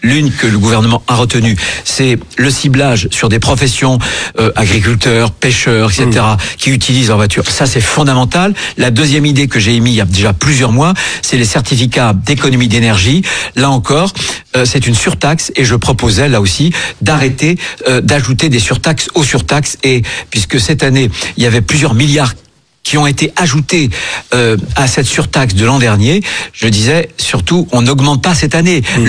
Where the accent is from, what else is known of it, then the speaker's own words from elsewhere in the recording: France; Moi je suis français